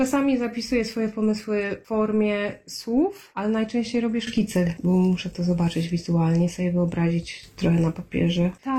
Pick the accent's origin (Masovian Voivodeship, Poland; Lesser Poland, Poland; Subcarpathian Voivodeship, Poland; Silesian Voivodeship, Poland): Lesser Poland, Poland; Kraków; now in Australia; bo się wychowałam na ulicy w Krakowie, na osiedle Kurdwanów.